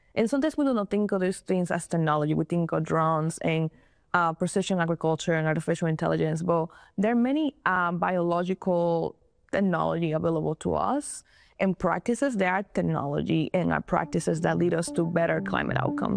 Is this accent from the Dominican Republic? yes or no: yes; Dominican Republic; I really wanted to say I'm from this town in the Dominican Republic. That's important to me because that shaped my journey to agriculture.